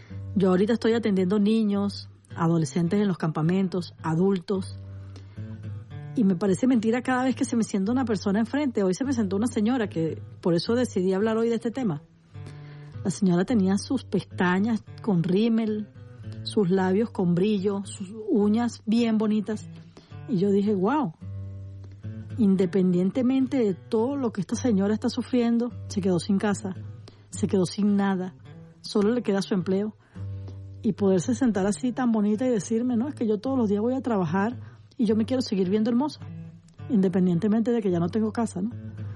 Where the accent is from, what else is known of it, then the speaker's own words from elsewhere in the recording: Venezuela; qué orgullo ser venezolano